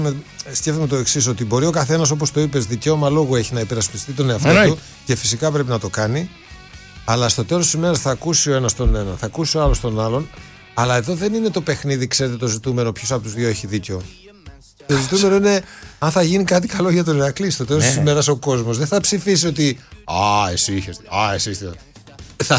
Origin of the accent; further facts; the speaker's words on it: Macedonia, Greece; Εμείς όταν λέμε, εμείς δηλαδή, υπερήφανοι οι Μακεδόνες.